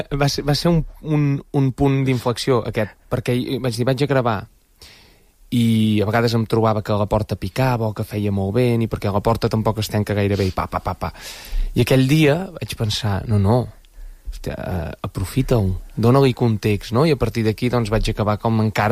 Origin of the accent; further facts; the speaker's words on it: La Torre d'Oristà, Catalonia, Spain; born there; El Lluçanès, sí, el meu poble.